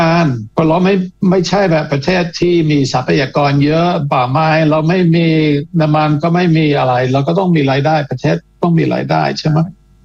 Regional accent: Canada; now in Thailand; ผมเองเป็นคนแคนาดา

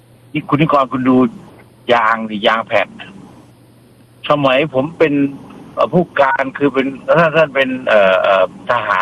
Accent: Southern Thailand, Thailand; ท่านพูดกับผมในฐานะเป็นคนใต

